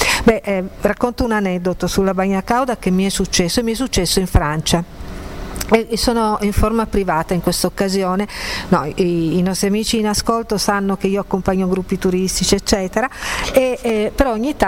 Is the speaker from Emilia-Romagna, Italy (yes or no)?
no; Piedmont, Italy; sono piemontese